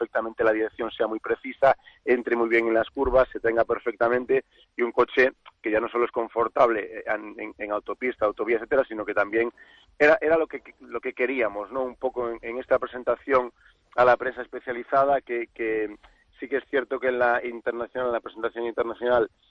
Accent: Galicia, Spain; Yo como gallego...

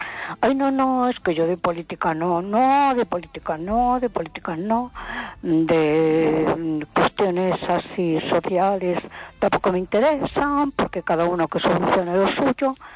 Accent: A Coruña, Galicia, Spain

